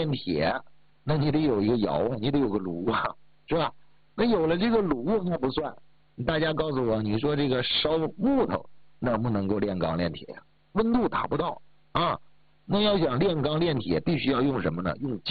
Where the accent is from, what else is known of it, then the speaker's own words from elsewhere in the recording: China; 但是呢，我们中国人凭着顽强的毅力和血肉之躯打败了侵略者。